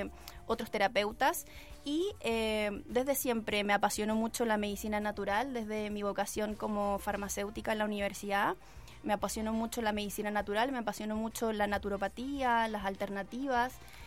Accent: Santiago, Santiago Metropolitan Region, Chile; moved away as an adult; now in Valparaíso Region, Chile; farmacéutica de profesión, estudié acá en la región, en la Universidad de Valparaíso. Soy oriunda de Santiago, pero nos vinimos, cuando entré a estudiar, nos vinimos a vivir a esta región

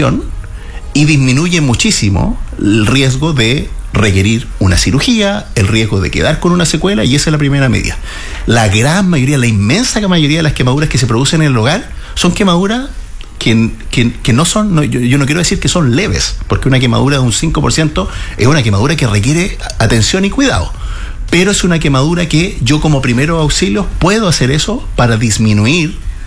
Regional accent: Hualañé, Maule, Chile; comentaba yo que yo sí, muy orgullosamente soy de Gualañé, así que voy a ocupar un ejemplo de mi tierra.

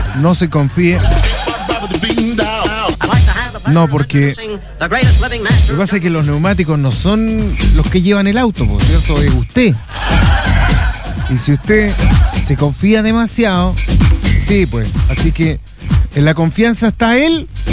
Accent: Magallanes and Chilean Antarctica, Chile; soy tan magallánico como me lo creo.

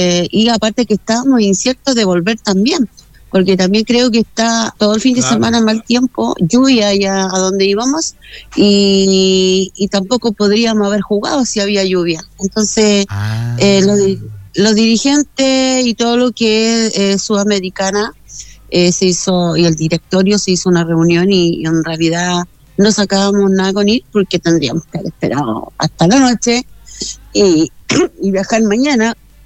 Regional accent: Viña del Mar, Valparaíso, Chile; No, yo soy de Viña.

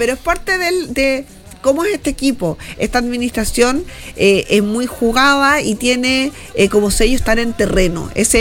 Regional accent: Chile; somos los chilenos en general muy solidarios

